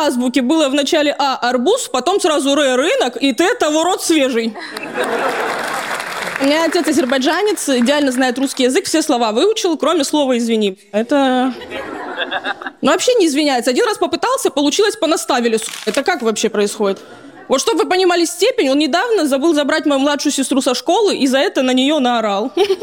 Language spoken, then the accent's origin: Russian; Russia; first language Russian; я азербайджанка по национальности, но всю жизнь живу в России, в русской культуре.